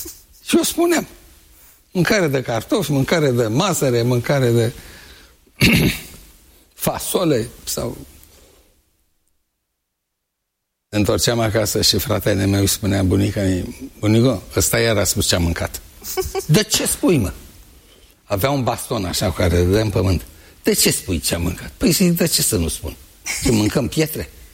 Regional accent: Alexandria, Teleorman, Romania; Și noi ne jucam prin curțile vecinilor cu copiii din Alexandria, orașul meu natal

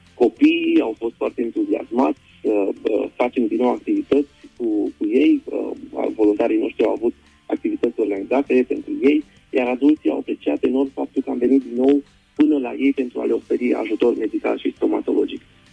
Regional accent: Romania; Noi venim din România cu scule profesionale, cu șuruburi pentru lemn, ca să putem lucra mai eficient.

